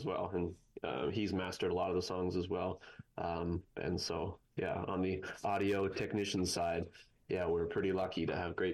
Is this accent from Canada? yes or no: yes; Nova Scotia, Canada; I'm from Nova Scotia.